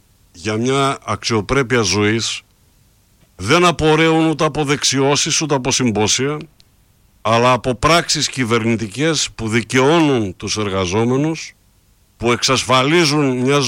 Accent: Greece; Ποτέ δεν θα πάψω να είμαι Έλληνας

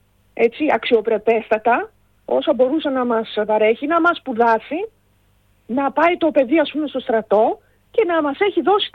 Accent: Kozani, Western Macedonia, Greece; όταν ήμουν μικρή, που είμαστε και από την Μακεδονία, έτσι, ήταν κοντά η Έδεσα και αυτά που βγάζει από τα ωραιότερα κεράφια που υπάρχουν, και βέβαια και τα μέρη μου και στην Κοζάνη.

